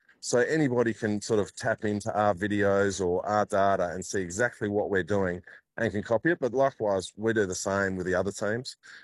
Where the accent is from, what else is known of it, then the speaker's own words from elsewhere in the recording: Fremantle, Western Australia, Australia; I grew up racing here in Fremantle and, on the Swan River. And, we're so lucky in Perth and Fremantle, the conditions we have.